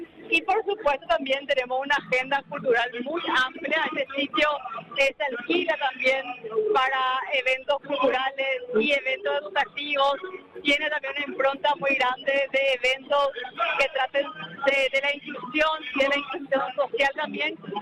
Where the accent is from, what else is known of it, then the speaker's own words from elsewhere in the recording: Paraguay; esta historia nos marca como pueblo paraguayo.